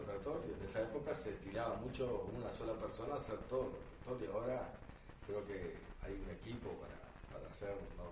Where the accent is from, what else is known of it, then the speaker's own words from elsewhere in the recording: Artigas, Uruguay; moved away as an adult; now in Salto, Uruguay; desde que vine a Salto, porque yo no soy de Salto, soy de un pueblo que está cerca de Bellamión, ahí en el corazón de la Caña de Azúcar, que se llama Calpica.